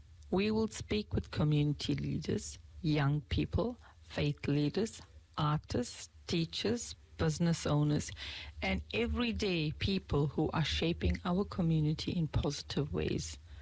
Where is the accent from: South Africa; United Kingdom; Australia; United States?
South Africa; moved away as an adult; now in New Zealand; I come from South Africa. So I grew up during apartheid South Africa.